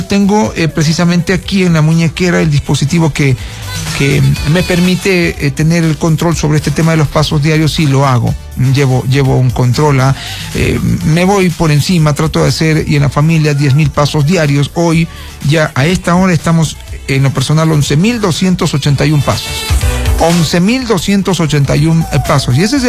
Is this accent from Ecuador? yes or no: yes; Esmeraldas, Ecuador; moved away; A mi tierra querida Esmeraldas